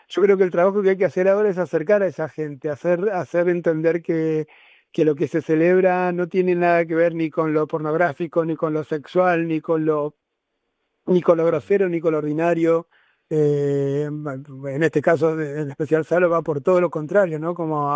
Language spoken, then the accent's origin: Spanish; Buenos Aires, Argentina; also born or lived in Santiago, Chile / Madrid, Spain; now in Salobreña, Spain; yo soy argentino, vengo de Buenos Aires, viví muchos años en Santiago de Chile, viví muchos años en Madrid y claro, me considero una rata de ciudad